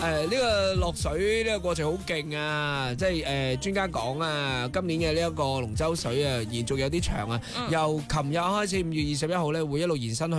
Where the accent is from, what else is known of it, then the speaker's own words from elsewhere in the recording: Guangdong, China; 我土生土长嘅，我阿爸喺度土生土长，籍贯系潮汕啫